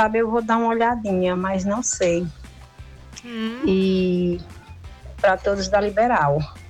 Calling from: Serra Branca, Brazil; de Serra Branca.

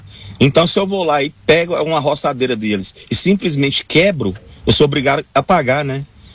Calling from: Aparecida de Goiânia, Goiás, Brazil

